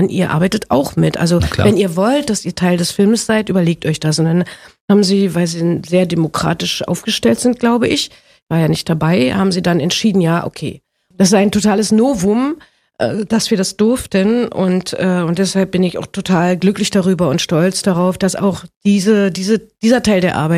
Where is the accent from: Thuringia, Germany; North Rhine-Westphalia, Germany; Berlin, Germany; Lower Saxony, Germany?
Berlin, Germany